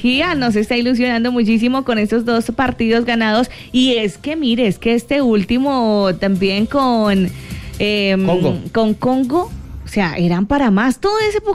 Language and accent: Spanish; Colombia